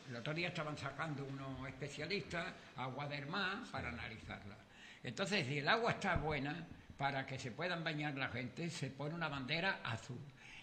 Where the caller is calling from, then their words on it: Sanlúcar de Barrameda, Andalusia, Spain; yo soy de San Luque